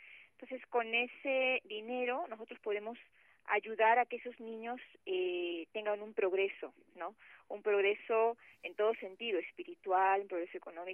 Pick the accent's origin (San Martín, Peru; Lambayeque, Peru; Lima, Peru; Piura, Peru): Lima, Peru; Yo soy de Lima, Perú